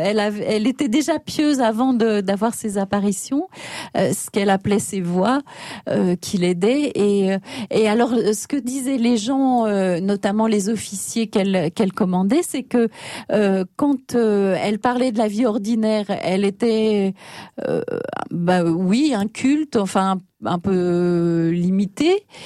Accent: Grand Est, France; non, je ne suis pas alsacienne, je suis lorraine, ce qui est très différent.

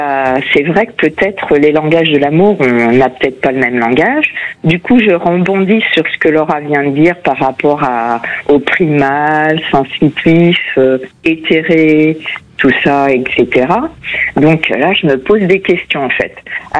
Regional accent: Portugal; French is a second language; Je crois que moi je suis portugaise, ça doit être moi.

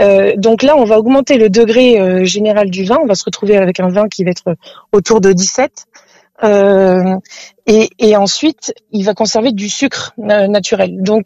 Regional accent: France; parce que j'ai une culture de vin sec, parce que je suis originaire de la Vallée du Rhône.

